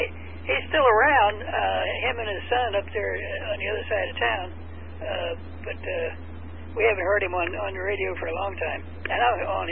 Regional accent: Delaware, United States; I'm from Delaware

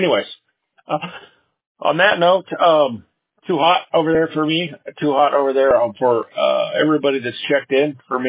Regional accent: Portland, Oregon, United States; born there; also born or lived in Grants Pass / Redmond; I was born in Portland. I've lived all up and down, pretty much near I-5, including fairly far south, like Grants Pass, which is almost near Medford, so not too far from the California border.

